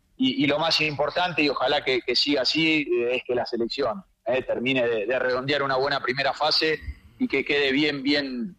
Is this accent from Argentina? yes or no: yes; Argentina; Me disfracé de hincha y lo grité como cualquier argentino que estaba frente a la tele o que pudo estar acá en la cancha en Dallas.